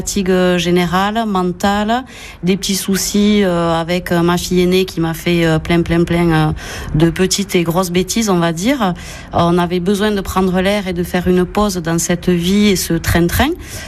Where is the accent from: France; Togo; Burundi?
France; L'Isle-Jourdain; Donc je suis native de l'Île-Jourdain.